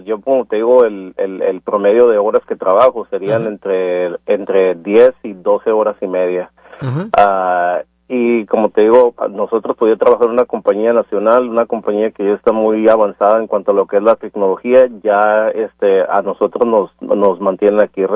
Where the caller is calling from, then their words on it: Vancouver, Washington, United States; Pues yo vivo en Vancouver, Washington, pero pues trabajo en Portland, tengo mis amigos en Portland